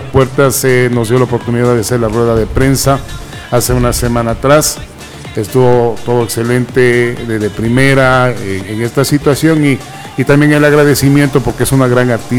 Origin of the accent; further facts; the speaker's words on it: Quito, Pichincha, Ecuador; born there; Yo soy bien ecuatoriano, gracias a Dios.